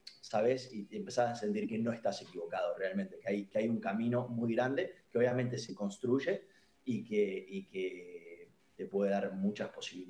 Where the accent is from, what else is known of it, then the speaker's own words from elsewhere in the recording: Argentina; moved away as an adult; now in Spain; yo que vengo de Argentina, que es un lugar que por ahí está muy aislado o lo estaba, digamos, ¿no?, de todo esto y te encontrás, yo llevo 4 años en España